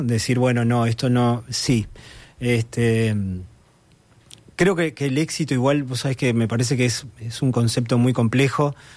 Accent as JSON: {"language": "Spanish", "region": "Montevideo", "country": "Uruguay", "tie": "born or raised there", "lives_now": "Malvín, Montevideo, Uruguay", "said": "Nací en La Unión. Y ese fue como el barrio de toda mi niñez y parte de mi juventud. Y después, en realidad, en mi vida más de adulto fue Malvín."}